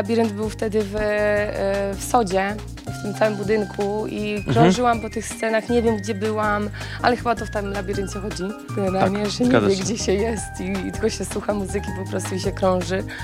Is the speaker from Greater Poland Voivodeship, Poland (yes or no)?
no; Sieradz, Łódź Voivodeship, Poland; now in Łódź, Poland; Tak, no pochodzę z Sieradza. Przyjechałam do Łodzi jakieś 10 lat temu.